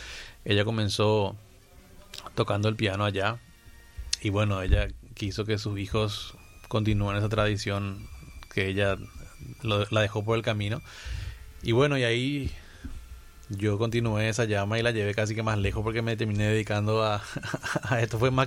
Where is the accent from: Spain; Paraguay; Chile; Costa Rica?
Paraguay; Asunción; moved away as an adult; now in Lambaré, Paraguay; soy acá de Asunción, en Gran Asunción, ahora vivo en Lambaré.